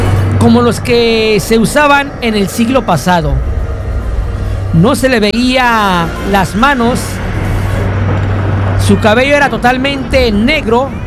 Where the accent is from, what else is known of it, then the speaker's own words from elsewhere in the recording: Aguascalientes, Mexico; Perdón, soy de Aguascalientes, Aguascalientes, al igual que Guadalajara, Zacatecas y Guanajuato.